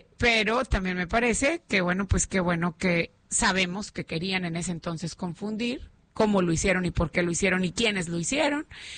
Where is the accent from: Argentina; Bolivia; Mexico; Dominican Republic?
Mexico; Nuevo León; Precisamente lo que queremos es nosotros, como cualquier regio, ¿no? Nos caemos, nos equivocamos, aprendemos, nos sacudimos, nos levantamos y le damos otra vez